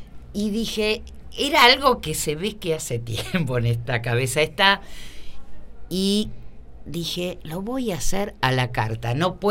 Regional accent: Arroyo Seco, Santa Fe, Argentina; moved away; also born or lived in Rosario, Argentina; Porque yo soy oriunda de... Nací en Arroyo Seco, pero me formé, estudié y trabajé en Rosario.

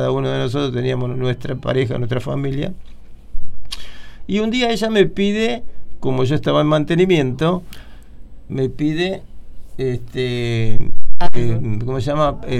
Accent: Buenos Aires, Argentina; born there; No, es en Parque Patricio.

